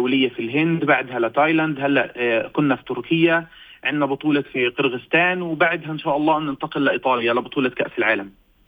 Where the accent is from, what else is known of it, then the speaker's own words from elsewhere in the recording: Hebron, West Bank, Palestine; من شركة عندنا بالخليل.